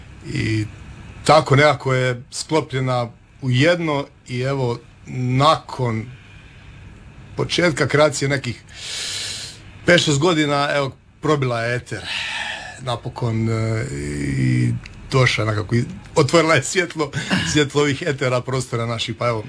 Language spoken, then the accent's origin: Croatian; Cavtat, Dubrovnik-Neretva County, Croatia; dolazim iz Cavdata i mladi sam muzičar